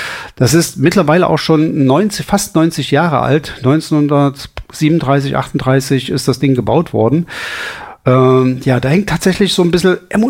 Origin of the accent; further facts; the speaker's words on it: Altenburg, Thuringia, Germany; Dann gucken wir mal in Altenburg, in meiner Heimatstadt.